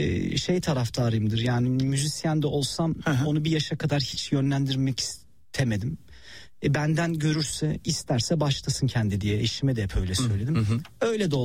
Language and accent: Turkish; Şarkışla, Sivas, Turkey; Tabii biz Şarkışlılıyız.